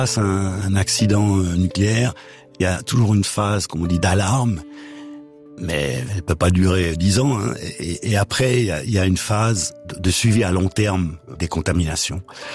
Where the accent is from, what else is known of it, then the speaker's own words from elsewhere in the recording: Ticino, Switzerland; dans les régions les plus fortement contaminées, c'est-à-dire chez nous au Tessin et dans le sud des Alpes.